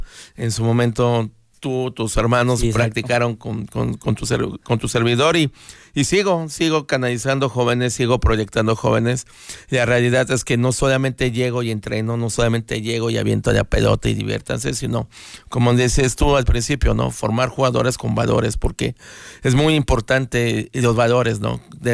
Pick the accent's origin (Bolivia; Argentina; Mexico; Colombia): Mexico; Izúcar de Matamoros, Puebla; Yo nací acá en Izúcar de Matamoros, y obviamente me siento muy, muy digno de ser de acá, de esta población tan bonita que es Izúcar. Y toda mi vida he crecido, me he formado.